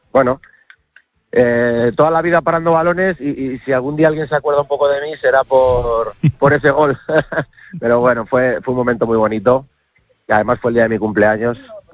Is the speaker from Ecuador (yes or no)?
no; Guadalajara, Castilla-La Mancha, Spain; moved away; estoy en mi pueblo